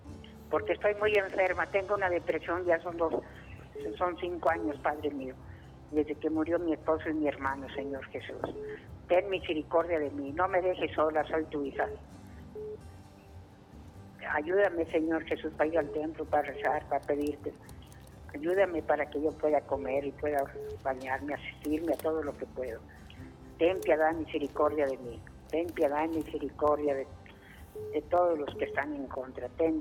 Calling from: San Francisco del Rincón, Guanajuato, Mexico; De San Francisco del Rincón, Guanajuato.

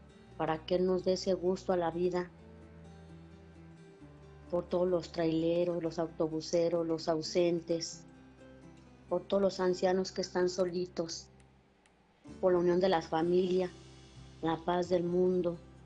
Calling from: Ocotlán, Mexico; De Ocotlán.

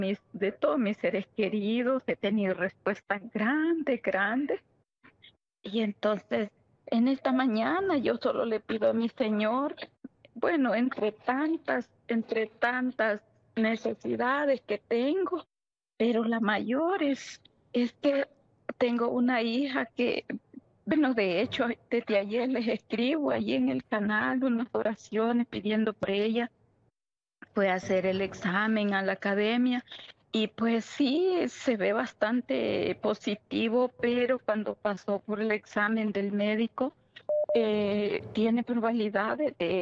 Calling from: Minas de Oro, Comayagua, Honduras; Llamo desde Honduras, de Minatioro, Comayagua, Honduras

